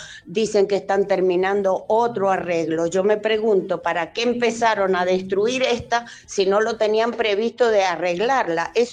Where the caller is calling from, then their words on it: Maipú, Mendoza, Argentina; De Coquimbito, Maipú … les habla.